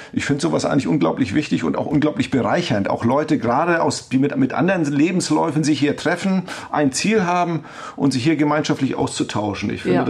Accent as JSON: {"language": "German", "region": "Northern Germany", "country": "Germany", "said": "Ich kenne das noch aus Norddeutschland. Ich komme aus Norddeutschland"}